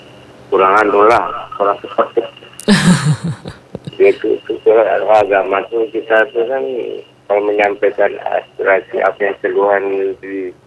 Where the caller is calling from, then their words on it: Kampar, Riau, Indonesia; Di Kampar.